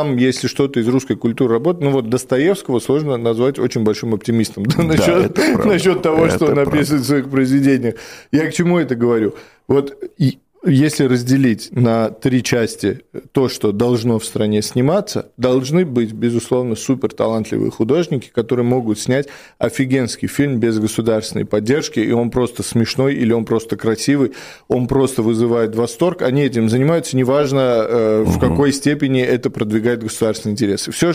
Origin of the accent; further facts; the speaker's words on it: Moscow, Russia; also born or lived in Europe; Я жил и в Европе, и обожаю мой родной город Москву.